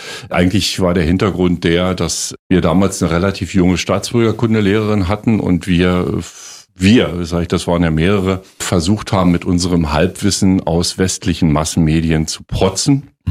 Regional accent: Naundorf, Brandenburg, Germany; Naundorf bei Forst, das ist mein Heimatdorf. Da wohnen so um die 100 Menschen.

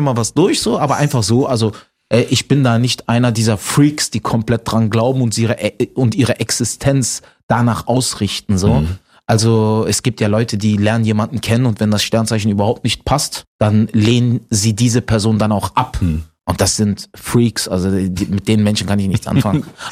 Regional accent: Berlin, Germany; Ja, geboren und aufgewachsen.

